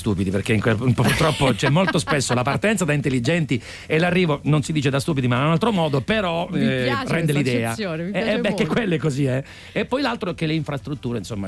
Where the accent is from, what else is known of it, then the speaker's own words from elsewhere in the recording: Apulia, Italy; dalle nostre parti, io dico dalle nostre perché Serena Bracale è pugliese